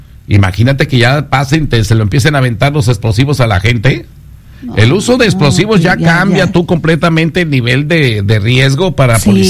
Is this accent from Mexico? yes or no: yes; Ciudad Guzmán, Jalisco, Mexico; moved away; el otro día agarraron a unos policías allá en mi pueblo